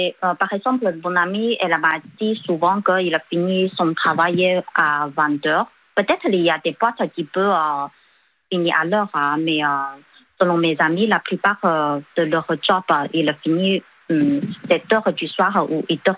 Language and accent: French; China; French is a second language; moved away; chez nous, en Chine